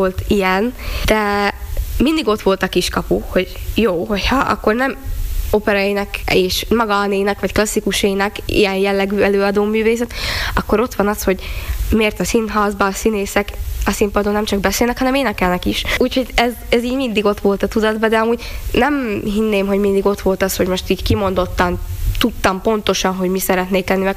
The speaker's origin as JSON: {"language": "Hungarian", "region": "Palócföld", "country": "Hungary", "accent": "Palóc", "said": "Aki hallgatja, úgy tűnik, hogy palócosan beszélek"}